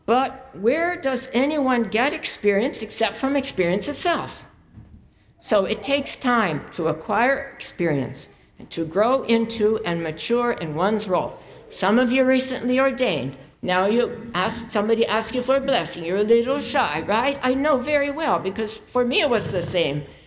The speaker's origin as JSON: {"language": "English", "town": "Pittsburgh", "region": "Pennsylvania", "country": "United States", "said": "I'm from the Pittsburgh Steelers area"}